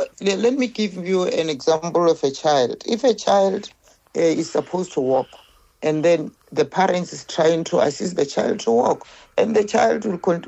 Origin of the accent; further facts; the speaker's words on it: South Africa; me as South African person